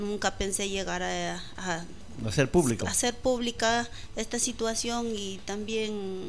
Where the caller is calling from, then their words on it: San Ramón de Pangoa, Junín, Peru; porque yo soy de Pangoa